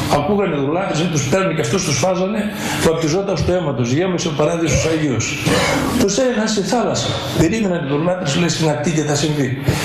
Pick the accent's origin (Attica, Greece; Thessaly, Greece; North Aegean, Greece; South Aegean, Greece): Thessaly, Greece; Trikala; με το χωριό μου, εγώ με Τρικαλινός